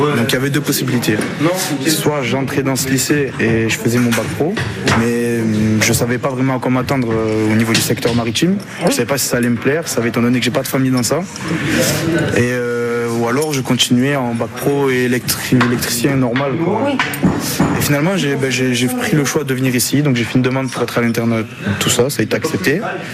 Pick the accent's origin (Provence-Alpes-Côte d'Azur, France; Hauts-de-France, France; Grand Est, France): Provence-Alpes-Côte d'Azur, France; Marseille; Et maintenant, moi je suis de Marseille.